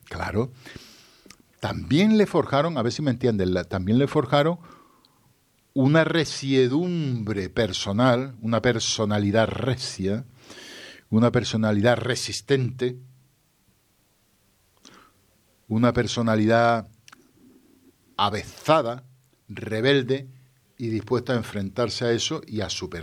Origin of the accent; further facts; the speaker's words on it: Úbeda, Andalusia, Spain; de mi pueblo, de Úbeda, sí, donde yo nací.